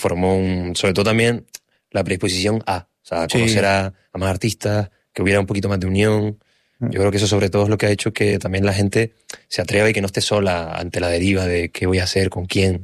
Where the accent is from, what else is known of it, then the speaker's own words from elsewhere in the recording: Canary Islands, Spain; yo soy canario. O sea, yo he vivido toda la vida en Canarias. O sea, toda la vida.